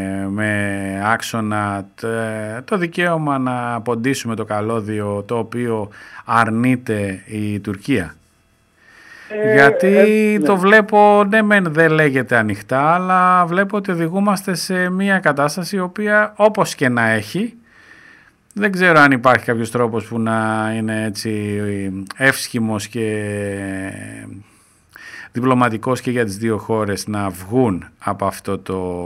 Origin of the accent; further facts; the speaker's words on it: Greece; έχουμε αυτό το κακό σαν Έλληνες